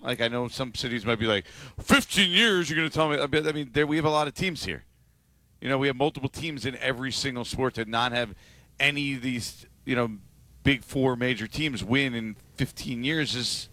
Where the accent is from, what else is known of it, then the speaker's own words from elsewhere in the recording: New Jersey, United States; But I grew up in New Jersey.